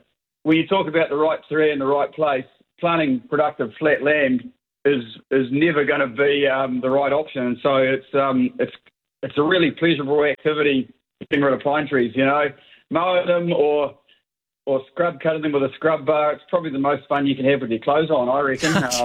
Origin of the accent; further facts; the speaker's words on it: Gisborne, New Zealand; I grew up in Gisborne, but I've been away sort of, actually a bit like you, Jamie, sort of in media for a long time, but always wanted to come back to Gisborne and farming.